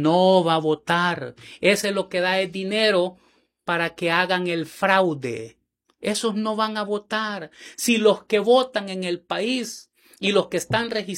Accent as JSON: {"language": "Spanish", "country": "El Salvador"}